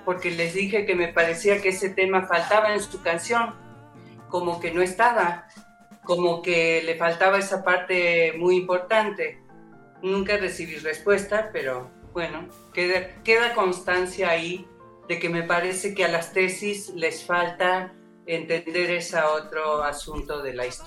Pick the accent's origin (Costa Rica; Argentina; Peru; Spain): Argentina; moved away as an adult; now in Mexico; Salimos de Argentina un grupo de música, anduvimos de pueblo en pueblo cantando y hubo un momento en que decidí venir a despedir a una amiga y me gustó y me quedé.